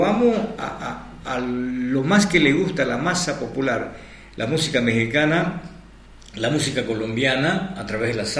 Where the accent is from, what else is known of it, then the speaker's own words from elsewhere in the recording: Bolivia; now in Trinidad, Bolivia; Estamos nosotros entre dos polos, occidente y oriente. Nosotros somos los orientales.